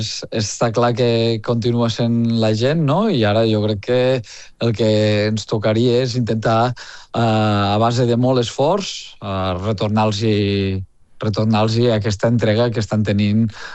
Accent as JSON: {"language": "Catalan", "town": "Lleida", "region": "Catalonia", "country": "Spain", "said": "jo sóc lleidatà"}